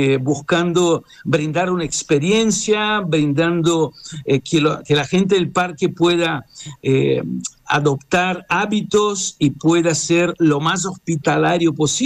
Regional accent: Brazil; moved away as an adult; now in Córdoba, Argentina; Yo soy brasileño, vivo en Córdoba hace 30 años

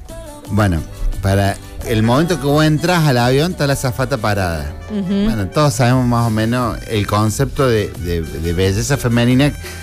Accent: Córdoba, Argentina; Nosotros somos de Río Seco.

